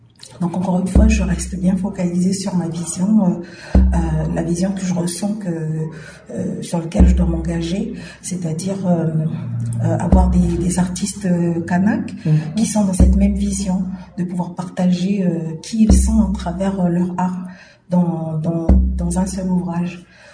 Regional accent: New Caledonia; moi, j'ai besoin d'exister en tant que Cana, d'abord, mm-hmm. avant d'exister en tant que calédonienne.

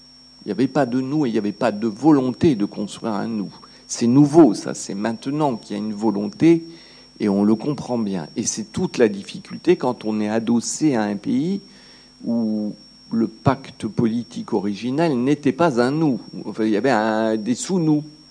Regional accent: France; Je suis un nous éloigné parce que je suis française de nationalité, donc évidemment le pays là, il y a un nous éloigné

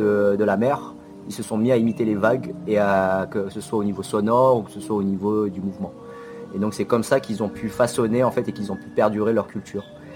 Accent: New Caledonia; je suis vietnamien de culture calédonienne, de culture kanak, parce que j'ai vécu ici, j'ai grandi ici.

